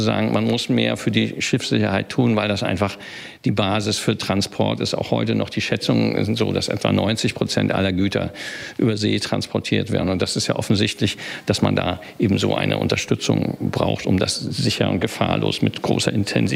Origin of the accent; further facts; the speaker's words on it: Hamburg, Germany; Und als Hamburger weiß man